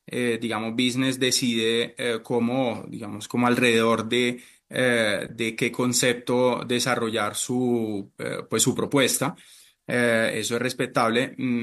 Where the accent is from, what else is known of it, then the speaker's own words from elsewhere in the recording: Campobasso, Molise, Italy; Spanish is a second language; now in Colombia; yo soy de Campobasso, es al sur de Italia, entre Nápoles, entre a 1 hora y media de Nápoles y 2 horas de Roma.